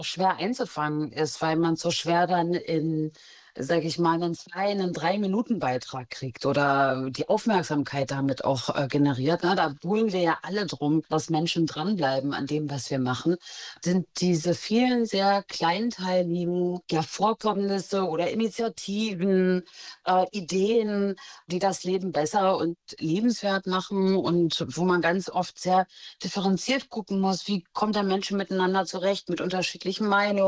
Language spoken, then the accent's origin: German; Mecklenburg-Vorpommern, Germany; Die, also wenn ich nach Mecklenburg fahre, fahre ich natürlich nach Mecklenburg, gerade als Mecklenburgerin.